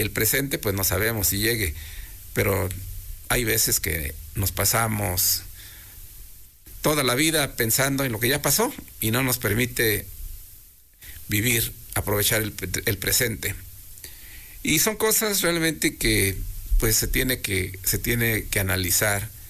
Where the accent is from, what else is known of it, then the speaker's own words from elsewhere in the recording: Izúcar de Matamoros, Puebla, Mexico; también traen muchos recuerdos maravillosos para los que somos de aquí de Izúcar